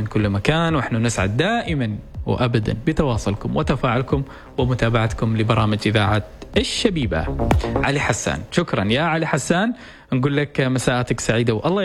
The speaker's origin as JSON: {"language": "Arabic", "country": "Oman", "said": "عندنا في سلطنة عمان"}